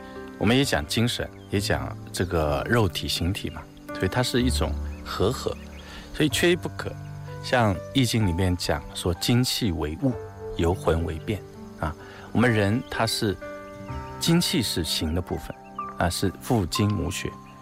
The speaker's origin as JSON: {"language": "Chinese", "country": "China"}